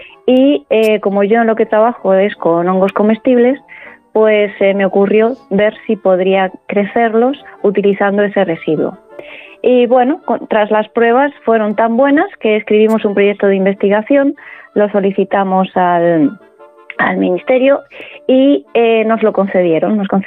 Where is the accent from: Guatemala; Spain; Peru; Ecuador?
Spain; Murcia, Region of Murcia; now in Madrid, Spain; soy murciana. Nací en Murcia, crecí toda mi infancia pasando los veranos en los Urrutias, a las orillas del Mar Menor